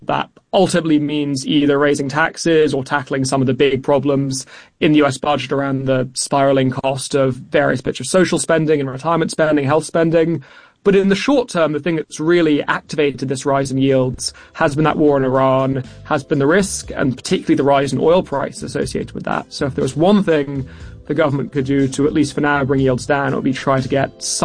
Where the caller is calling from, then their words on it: London, United Kingdom; who I'm calling in from London